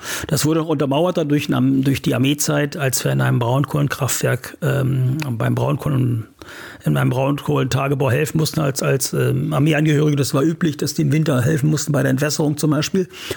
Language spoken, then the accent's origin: German; Wieblitz, Saxony-Anhalt, Germany; born or raised there